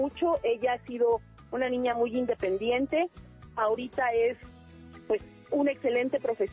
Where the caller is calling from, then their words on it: Nezahualcóyotl, State of Mexico, Mexico; De Ciudad Nezahualcóyotl.